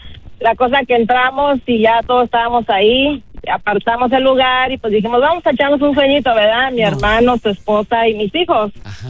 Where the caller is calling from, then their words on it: Riverside, California, United States; Estoy hablando de Riverside, California, aquí con ustedes, cerquitas.